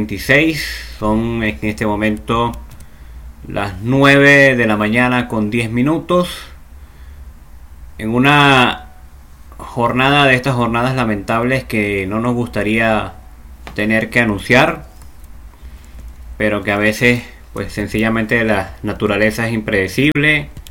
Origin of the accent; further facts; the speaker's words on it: Venezuela; now in Santiago, Chile; ustedes saben que yo soy venezolano, tengo ya varios años residenciado acá en Santiago de Chile.